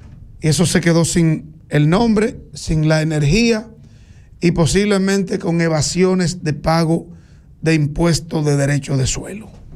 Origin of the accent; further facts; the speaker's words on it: Barahona, Dominican Republic; born there; en La Vija podía haber luz eléctrica si yo era presidente de la República, que es el lugar donde yo nací.